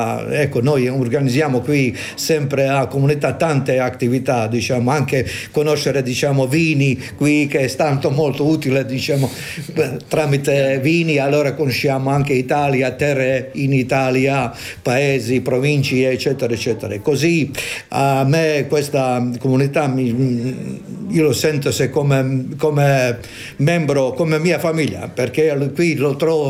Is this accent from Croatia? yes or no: yes; Korčula, Dubrovnik-Neretva County, Croatia; Italian is a second language; also born or lived in Italy; now in Split, Croatia; Qui vivo a Spalato, origine sono di Corciula, isola Corciula.